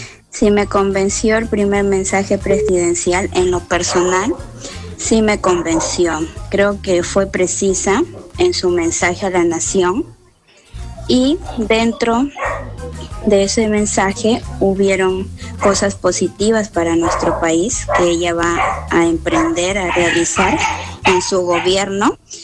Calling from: Peru; debemos estar unidos como peruanos

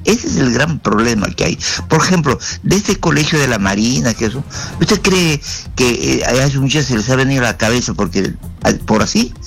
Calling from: Chincha Alta, Ica, Peru; Y te hablo desde Chincha.

